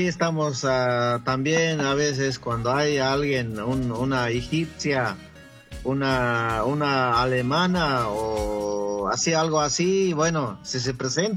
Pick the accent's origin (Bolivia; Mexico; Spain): Bolivia; also born or lived in Peru; now in Buenos Aires, Argentina; Yo nací en Perú y después crecí totalmente en Bolivia. Nací en Perú, estuve en Perú nacido una hora, un día, 24 horas estuve en Perú y de ahí crecí en Bolivia, así que totalmente boliviano